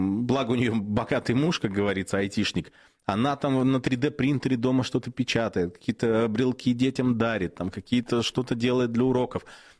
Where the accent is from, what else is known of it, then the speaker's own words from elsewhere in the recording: Udmurtia, Russia; я в школе учился в Удмуртии. У нас в классе было татары были, было много татар, русские были. Ну, я белорус был.